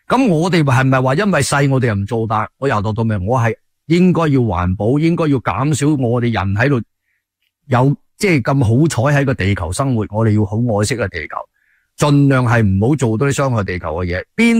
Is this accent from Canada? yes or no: yes; Canada